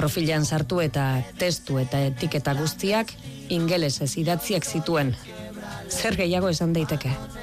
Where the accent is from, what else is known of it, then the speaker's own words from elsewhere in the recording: Peru; Kontua da nire hizkera aldatu nuenetik sare sozialetan kritika asko jaso ditudala Peruko jendearen partetik. Neure herrikideek egindakoak, vosotros esateagatik hain peruarra ez banintz bezala.